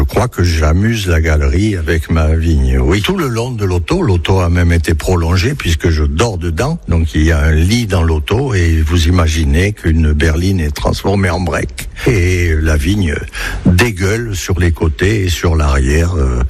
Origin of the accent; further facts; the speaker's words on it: Sarlat, Nouvelle-Aquitaine, France; born there; Oui, salut, bonjour. … je suis né à Sarlat, mais...